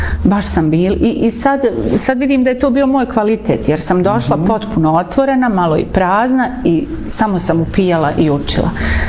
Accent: Sarajevo, Federation of Bosnia and Herzegovina, Bosnia & Herzegovina; born there; kao rođena Sarajka, nisam znala gdje je Akademija scenskih umjetnosti.

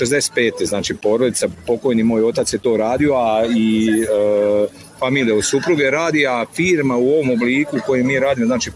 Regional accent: Domaljevac, Federation of Bosnia and Herzegovina, Bosnia & Herzegovina; znači dolazim iz Domaljevca, to vam je općina Domaljevac-Šamac

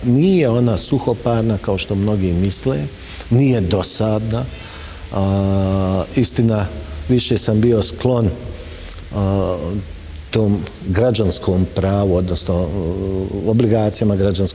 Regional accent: Sarajevo, Federation of Bosnia and Herzegovina, Bosnia & Herzegovina; Odrastao sam na Grbavici, najveći zapravo, ne mogu reći dio života, najveći dio života sam proveo ovdje jer sad živim, ali to mladost i odrastanje mi je proteklo na Grbavici.

